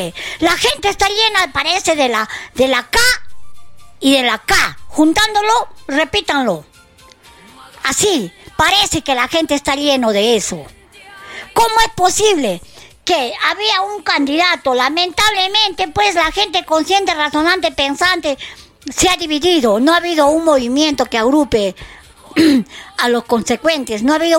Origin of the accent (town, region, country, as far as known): Arequipa, Peru